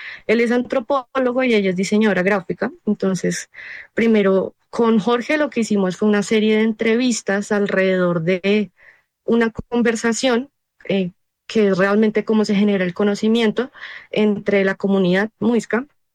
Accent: Suba, Bogotá, Colombia; yo soy de Suba y la mayoría de las personas que conformamos la editorial pues somos de Suba.

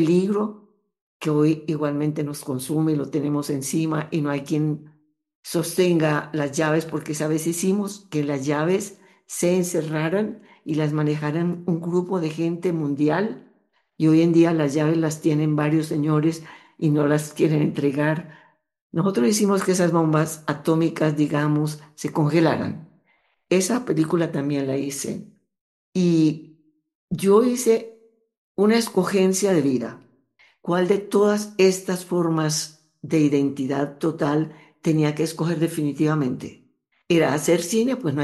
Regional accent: Colombia; moved away; Empecé en Italia, que era fácil. No nos pedían papeles, documentos. Colombia no necesitaba visa para nada, nunca.

